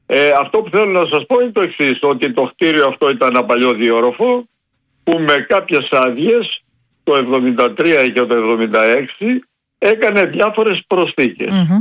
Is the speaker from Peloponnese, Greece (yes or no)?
yes; Peloponnese, Greece; στην πατρίδα μου την Αρκαδία λένε χτύπα ξύλο και χτυπάω.